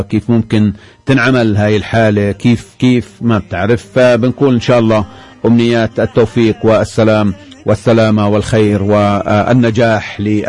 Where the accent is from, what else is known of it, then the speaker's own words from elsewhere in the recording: Palestine; إحنا كفلسطينيين